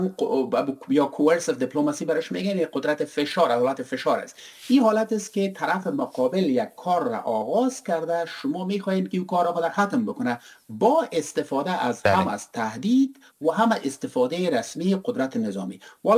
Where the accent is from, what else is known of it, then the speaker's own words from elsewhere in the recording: Herat, Afghanistan; ما اصالتا از هرات هستیم، من با فامیلا دوستا در هرات که صحبت میکنم